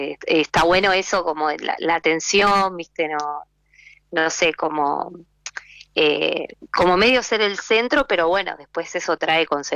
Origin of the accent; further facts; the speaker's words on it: Quilmes, Buenos Aires Province, Argentina; born there; Yo nací en Quilmes, sí. Tengo familia en Villa Elisa, La Plata.